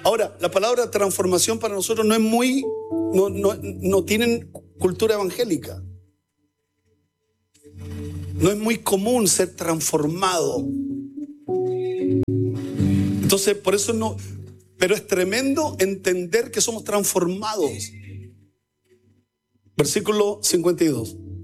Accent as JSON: {"language": "Spanish", "country": "Chile", "said": "Así somos los chilenos."}